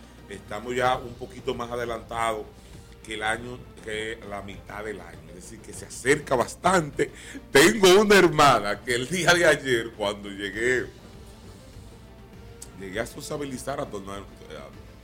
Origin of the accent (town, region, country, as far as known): Dominican Republic